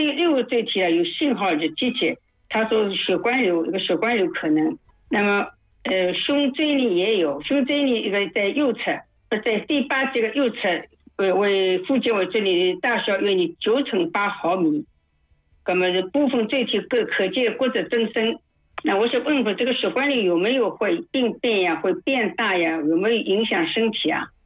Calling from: Zhoushan, Zhejiang, China; 我是浙江舟山的。

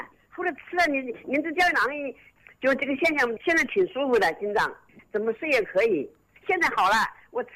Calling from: Wuhan, Hubei, China; 我是汉口的。

